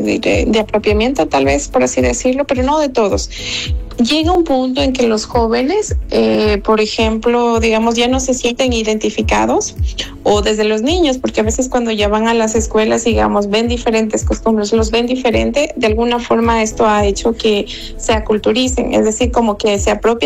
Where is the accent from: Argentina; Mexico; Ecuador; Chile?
Ecuador; De hecho, nuestro país es pluricultural, entonces eso es lo que da valor a nosotros como ecuatorianos.